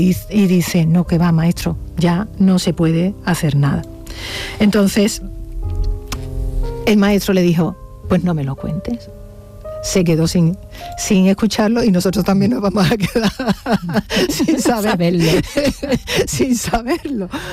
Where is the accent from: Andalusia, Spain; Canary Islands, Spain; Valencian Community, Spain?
Andalusia, Spain; como soy andaluza me sale así